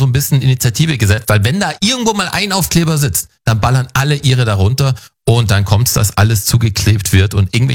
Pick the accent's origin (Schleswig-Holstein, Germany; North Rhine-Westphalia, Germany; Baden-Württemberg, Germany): Baden-Württemberg, Germany; born there; Ich bin in Baden-Württemberg geboren, ich darf das.